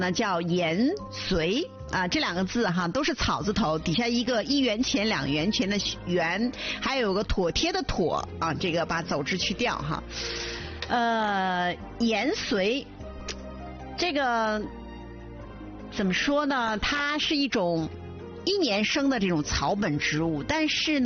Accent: China

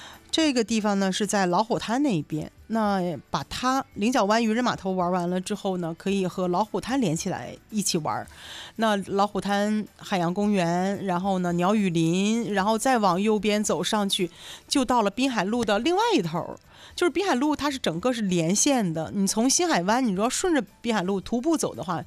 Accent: Dalian, Liaoning, China; 我们大连人所有的结婚的青年男女们

